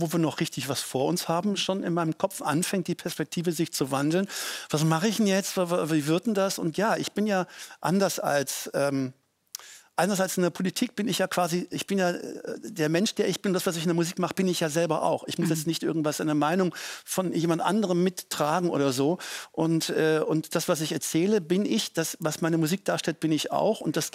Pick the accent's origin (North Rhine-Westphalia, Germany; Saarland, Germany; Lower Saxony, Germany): North Rhine-Westphalia, Germany; da in Ostwestfalen, wo ich groß geworden bin, da hat dann schon die SPD hier und damals Straßen- und Kinderfeste gemacht